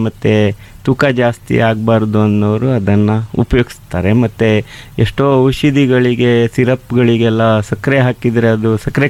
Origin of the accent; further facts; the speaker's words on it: Ripponpet, Karnataka, India; ನಮ್ಮೂರು ಅಪ್ಪೆಮಿಡಿಗೆ ಮಾರ್ಕೆಟ್ಟು ಕರ್ನಾಟಕದಲ್ಲಿ ಮೊದಲಿಂದ, ಯಾಕಂದ್ರೆ ಅಲ್ಲಿ ತುಂಬ ನದಿಗಳಿದೆ, ಉದಾಹರಣೆಗೆ ಕುಮುದ್ವತಿ, ಶರಾವತಿ ಉಪನದಿಗಳು ಹಲವಾರಿದೆ ಅಲ್ಲಿ